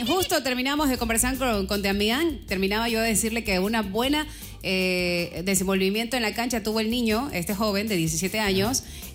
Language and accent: Spanish; Ecuador